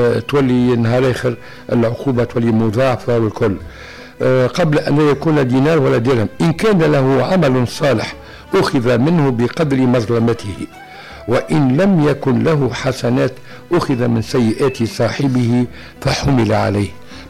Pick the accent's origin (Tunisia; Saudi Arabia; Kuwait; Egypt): Tunisia; بلادنا تونس الخضراء